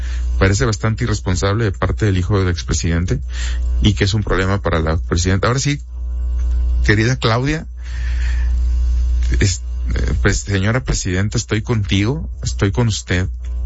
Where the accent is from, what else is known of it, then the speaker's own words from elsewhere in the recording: Mexico; para tratar de salir lo menos perjudicados que se pudiera como mexicanos